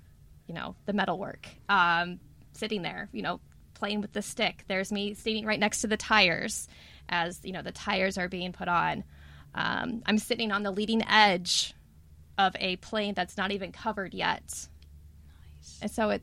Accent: Cincinnati, Ohio, United States; we grew up in Cincinnati

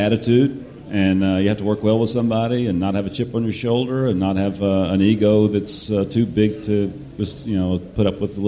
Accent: Memphis, Tennessee, United States; Memphis, Tennessee.

